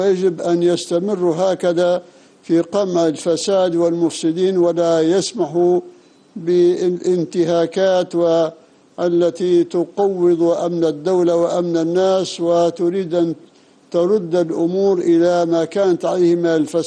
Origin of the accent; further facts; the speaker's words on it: Libya; المدارس عندنا في ليبيا